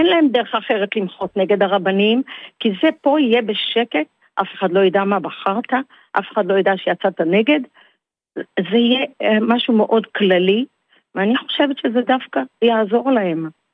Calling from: Tel Aviv, Tel Aviv District, Israel; כן, אני מתל אביב, כן, בת 74.

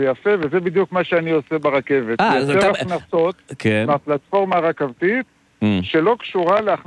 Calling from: Kiryat Ono, Tel Aviv District, Israel; אני מקריית אונו, כרגע בלוד בעבודה.

